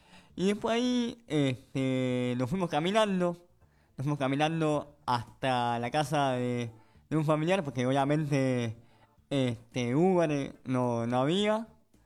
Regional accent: Argentina; no ir como un argentino más

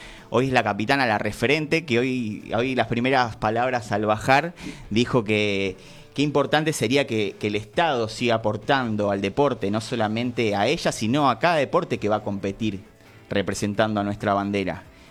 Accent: San Fernando, Buenos Aires Province, Argentina; Yo soy de San Fernando

